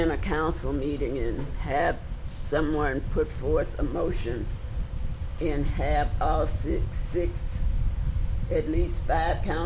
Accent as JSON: {"language": "English", "country": "United States", "tie": "born or raised there", "said": "I grew up on the Harris Plantation down east of Hensley."}